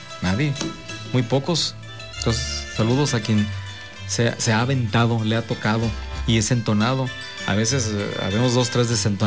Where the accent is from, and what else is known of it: Mexico